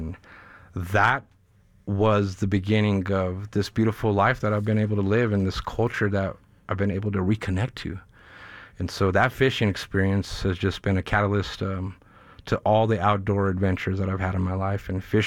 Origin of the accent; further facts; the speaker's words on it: Denver, Colorado, United States; born and raised in the north side of Denver.